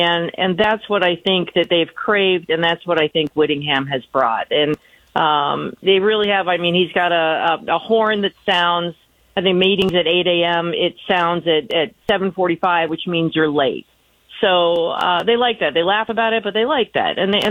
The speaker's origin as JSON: {"language": "English", "region": "Ohio", "country": "United States", "tie": "born or raised there", "said": "I grew up in Ohio. I love the game."}